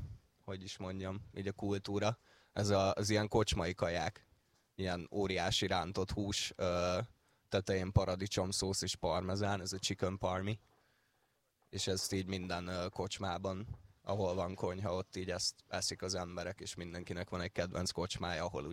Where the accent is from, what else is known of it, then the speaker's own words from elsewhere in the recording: Hungary; kiderült, hogy magyar vagyok